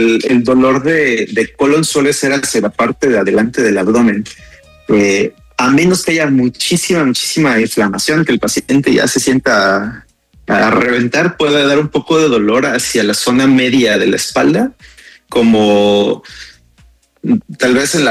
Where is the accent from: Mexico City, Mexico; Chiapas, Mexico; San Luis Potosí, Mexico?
Chiapas, Mexico; San Cristóbal de las Casas; now in Colima, Mexico; yo estoy ahorita radicando en Colima, soy de San Cristóbal de las Casas, pero mi consultorio está acá en Colima.